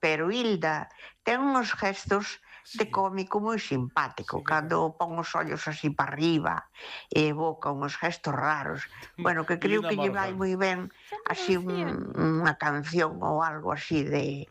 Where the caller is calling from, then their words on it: Ferrol, Galicia, Spain; de Ferrol.